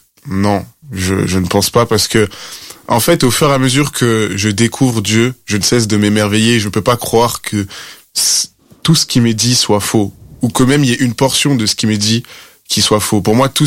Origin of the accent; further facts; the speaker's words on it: Guadeloupe; born there; je suis né dans les Dom-Toms sur l'île de la Guadeloupe en 2005. Et du coup, j'ai grandi dans une famille où mon père, il était haïtien, qui est aussi une île dans les Caraïbes, et ma mère était guadeloupéenne.